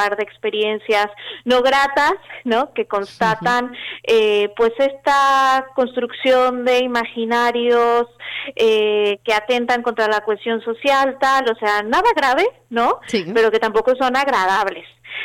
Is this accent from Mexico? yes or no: yes; Mexico; moved away as an adult; now in Murcia, Spain; soy murciana de adopción, mexicana siempre, es lo que tenemos las personas migrantes